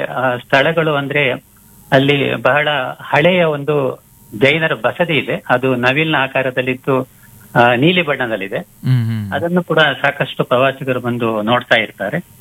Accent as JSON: {"language": "Kannada", "town": "Vitla", "region": "Karnataka", "country": "India", "tie": "born there", "moved": "yes"}